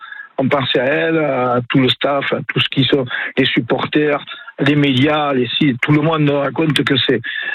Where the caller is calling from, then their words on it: Magescq, Nouvelle-Aquitaine, France; Alors moi je suis sur Magesque.